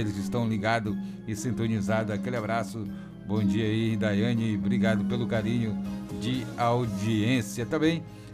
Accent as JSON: {"language": "Portuguese", "town": "São Miguel do Guamá", "region": "Pará", "country": "Brazil", "tie": "born or raised there", "said": "Rapaz, minha terra natal, ó, São Miguel do Guamá."}